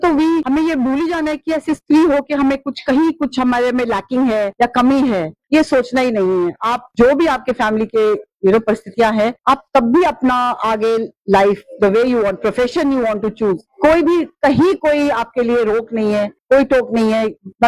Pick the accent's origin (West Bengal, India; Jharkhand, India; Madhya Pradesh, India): West Bengal, India; Darjeeling; also born or lived in Srinagar; मैं कश्मीर से हूँ, श्रीनगर से, एंड फिर हम लोग शिफ्ट हो गए थे दार्जिलिंग जो एक बहुत ही छोटा सा शहर है। मेरी स्कूलिंग वहीं पे थी